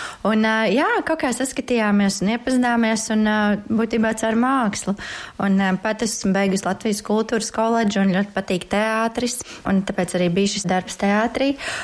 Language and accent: Latvian; Riga, Latvia; moved away as an adult; now in Dobele, Latvia; es pat esmu no Rīgas, 20 gadus Rīgā